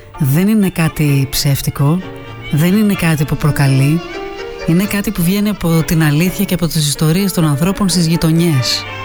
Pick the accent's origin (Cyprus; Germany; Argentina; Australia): Argentina; Buenos Aires; Είναι αυτό που έμαθα στις γειτονιές μου στο Buenos Aires, από εκεί που μεγάλωσα.